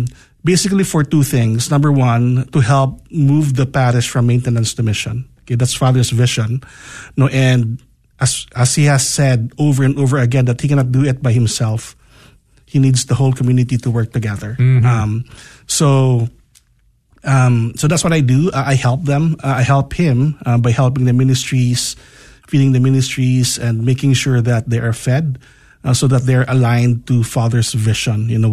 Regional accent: Philippines; moved away as an adult; now in Irving, United States; I'm Filipino. So basically, my story started in the Philippines.

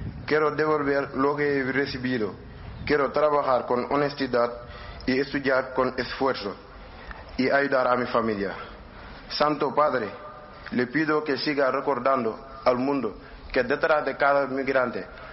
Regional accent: Senegal; now in Tenerife, Spain; tengo 20 años y soy de Senegal.

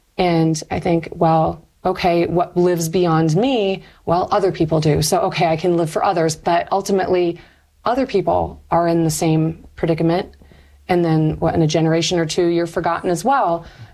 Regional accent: Michigan, United States; Northern Michigan University is also in my hometown

